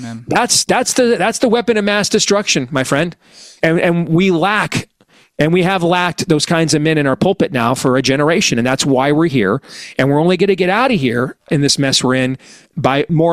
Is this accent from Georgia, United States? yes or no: no; Iowa, United States; There's a gubernatorial candidate that the Democrats are about to nominate, my home state of Iowa, Rob Sand.